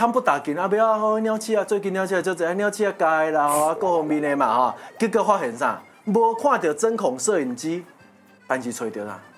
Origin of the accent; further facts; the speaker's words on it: Taiwan; 包括我们台湾人也是啊